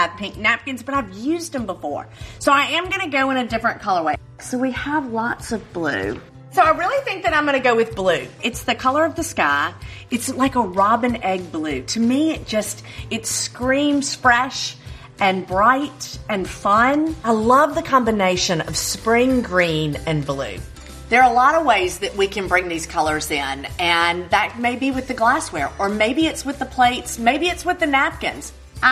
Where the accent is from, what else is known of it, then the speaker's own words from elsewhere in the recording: Oxford, Mississippi, United States; for an outdoor brunch in my hometown, Oxford, Mississippi.